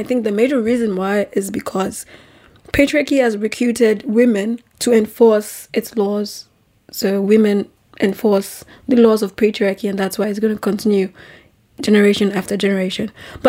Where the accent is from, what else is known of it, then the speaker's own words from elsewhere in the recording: Nigeria; For context, I'm from Nigeria. I was born and raised there.